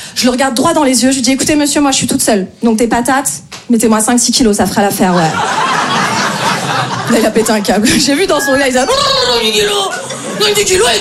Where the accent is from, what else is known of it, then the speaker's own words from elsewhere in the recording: Paris, Île-de-France, France; moi je viens de Paris.